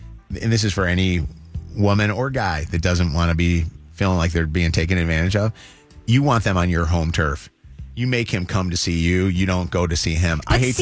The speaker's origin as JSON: {"language": "English", "town": "Chicago", "region": "Illinois", "country": "United States", "tie": "born or raised there", "said": "Hey, listen, I've been to Chicago. I grew up in Chicago."}